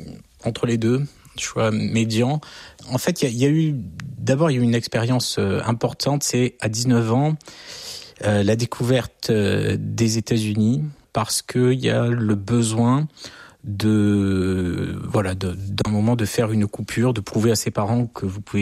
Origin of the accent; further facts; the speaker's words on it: France; Je suis français, je vis en France.